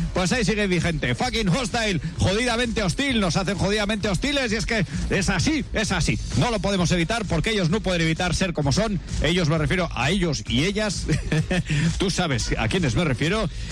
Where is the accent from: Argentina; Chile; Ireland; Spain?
Spain; Lerín, Navarre; soy de Lerín